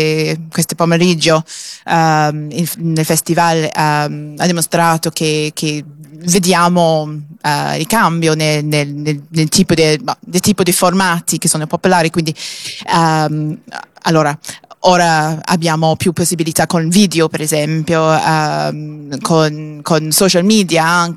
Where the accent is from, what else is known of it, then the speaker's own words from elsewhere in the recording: Wales, United Kingdom; Italian is a second language; moved away; Sono di Gales.